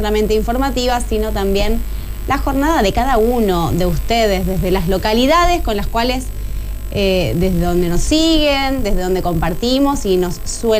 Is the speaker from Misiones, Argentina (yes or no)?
no; Granadero Baigorria, Santa Fe, Argentina; Yo soy de Barrio San Miguel, de Granadero Baigorria, está muy cerquita ahí John Deere.